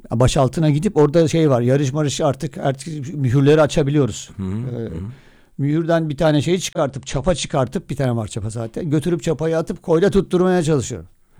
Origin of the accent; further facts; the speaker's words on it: Black Sea Region, Turkey; Ben de biz Karadenizliyim ya ben Las Kıfası.